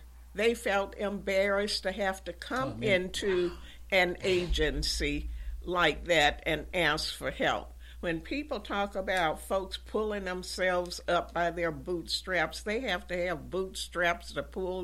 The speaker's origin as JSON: {"language": "English", "town": "Birmingham", "region": "Alabama", "country": "United States", "tie": "born or raised there", "moved": "yes", "lives_now": "Tallahassee, United States", "said": "I grew up in poverty. I was born in Birmingham and raised there with 13 siblings with working poor parents."}